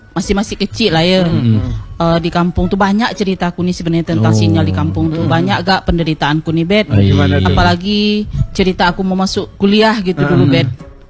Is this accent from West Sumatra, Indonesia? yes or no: yes; Padang, West Sumatra, Indonesia; accent: Padang (Minangkabau); moved away